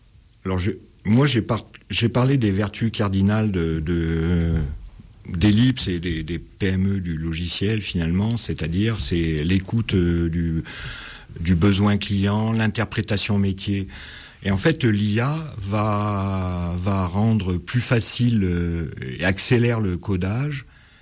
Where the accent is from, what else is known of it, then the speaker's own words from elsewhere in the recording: Valence, Auvergne-Rhône-Alpes, France; born there; Mais bon, les hasards de la vie ont fait que je suis revenu dans ma ville natale et à partir du moment où j'ai créé mon entreprise, bon, j'étais un petit peu sédentarisé, on va dire.